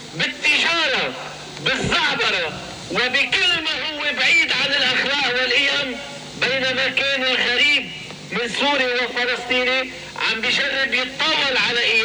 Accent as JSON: {"language": "Arabic", "country": "Lebanon", "said": "نحن كلبنانيين"}